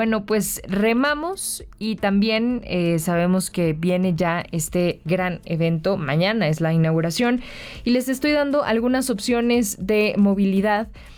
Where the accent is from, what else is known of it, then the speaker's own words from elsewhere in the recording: Mexico; Ya saben cómo somos los mexicanos.